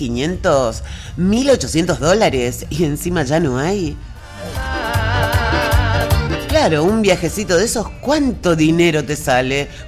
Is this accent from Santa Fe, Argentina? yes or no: yes; Arocena, Santa Fe, Argentina; 88.1 Arocena, mi pueblo querido